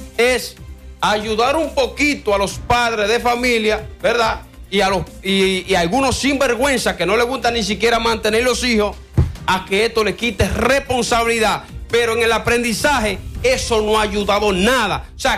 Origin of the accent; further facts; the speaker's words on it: Dominican Republic; nosotros como dominicanos